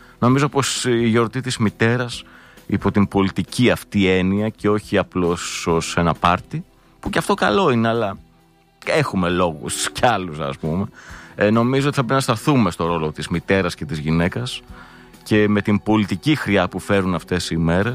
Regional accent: Northern Greece, Greece; ως βορειοελλαδίτης επιτρέψτε μου να έχω μια λίγο παραπάνω οικειότητα με τις μπάντες της Θεσσαλονίκης και της Βορειοελλάδος

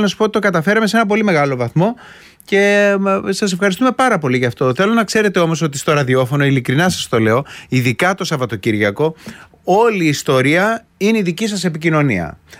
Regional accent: Attica, Greece; γιατί εγώ είμαι και λίγο από τα Μεσόγεια και ξέρετε κάτι, όταν μπαίνω σε ένα σπίτι και πάω και ένα γλυκό, θέλω να με κεράσω και κάτι.

